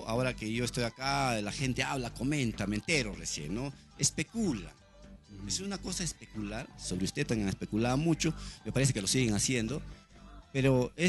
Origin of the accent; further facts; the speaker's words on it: Pomabamba, Ancash, Peru; moved away as an adult; Yo vine de Pobamba con cuatro carros. No, perdón, con dos carros.